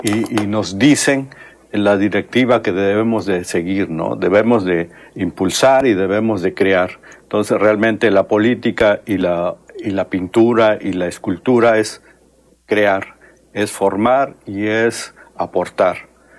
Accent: Oaxaca, Mexico; muy orgullosos de nuestras raíces, de toda nuestra cultura y todo lo que representamos, ¿no? Como oaxaqueños. Y realmente enaltecemos y formamos parte de esta gran cultura y esta gran comunidad de oaxaqueños.

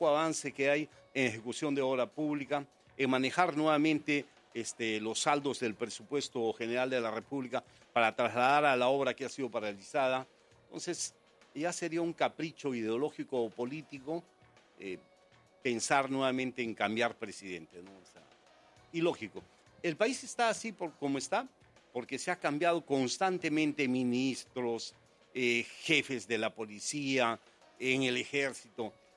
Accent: Arequipa, Peru; En Arequipa, en mi pueblo, es el Valle de Sigo.

